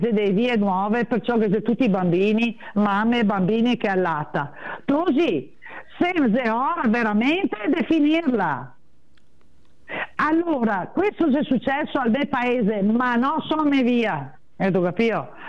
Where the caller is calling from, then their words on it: Cartigliano, Veneto, Italy; cartigliano, cioè del mio paese